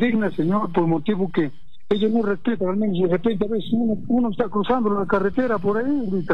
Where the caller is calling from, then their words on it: Celendín province, Cajamarca, Peru; Fraile Cocha, desde José Galvez, provincia de Selendín.